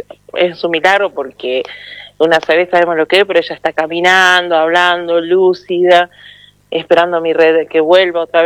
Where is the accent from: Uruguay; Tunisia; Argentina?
Argentina; Rosario de la Frontera, Salta; moved away as an adult; also born or lived in Las Grutas; now in Bahía Blanca, Argentina; Soy oriunda de Rosario